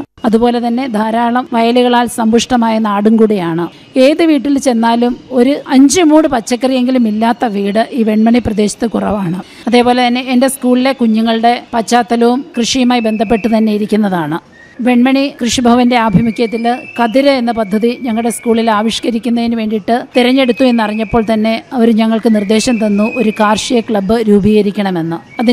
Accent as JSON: {"language": "Malayalam", "town": "Kollakadavu", "region": "Kerala", "country": "India", "tie": "born there", "said": "കൊല്ലകടവാണ് എന്റെ സ്വദേശം. വെൺമണിയോട് ചേർന്ന് കിടക്കുന്ന ഒരു പ്രദേശമാണ്. ഈ രണ്ട് പ്രദേശങ്ങളും കാർഷിക വൃത്തിയിൽ ഏർപ്പെട്ടിരിക്കുന്ന ജനങ്ങളാൽ നിബിഡമായ സ്ഥലമാണ്. അതുപോലെ തന്നെ ധാരാളം വയലുകളാൽ സമ്പുഷ്ടമായ നാടും കൂടിയാണ്."}